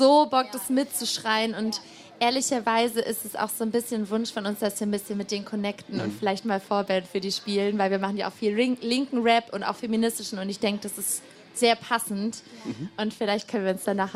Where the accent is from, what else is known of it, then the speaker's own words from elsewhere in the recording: Tübingen, Baden-Württemberg, Germany; Wir kommen hier aus Tübingen, sind beste Freundinnen seit 18 Jahren.